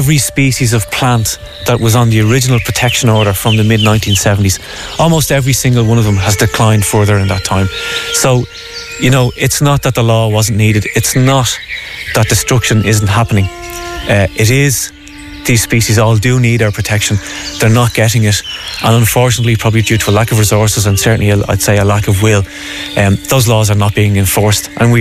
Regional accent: Ireland

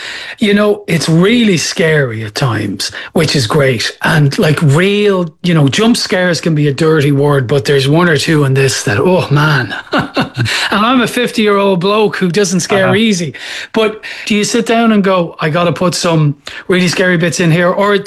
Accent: Blanchardstown, Leinster, Ireland; certainly in the one I grew up beside in Blanchardstown

